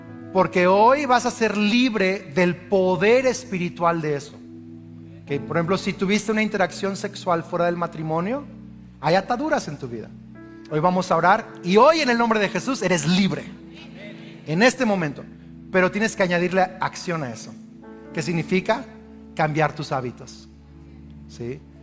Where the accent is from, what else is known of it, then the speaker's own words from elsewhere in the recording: Mexico; nací, crecí en México y nunca había probado tacos de lengua? Tengo 48 años.